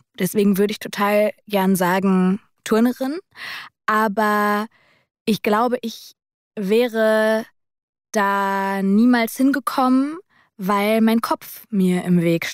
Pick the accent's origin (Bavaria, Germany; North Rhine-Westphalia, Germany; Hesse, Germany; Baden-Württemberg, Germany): North Rhine-Westphalia, Germany; born there; Wir sind ja so im Schalker Einzugsgebiet geboren.